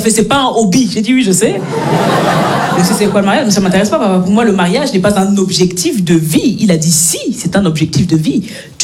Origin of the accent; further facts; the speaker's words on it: Belgium; Moi je suis née, j'ai grandi en Belgique, mes parents sont nés, ils ont grandi au Cameroun.